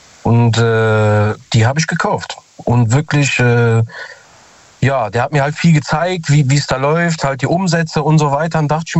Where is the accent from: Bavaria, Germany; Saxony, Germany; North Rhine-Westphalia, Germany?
North Rhine-Westphalia, Germany; Cologne; aber ich bin ja aus Köln, Nordrhein-Westfalen und so.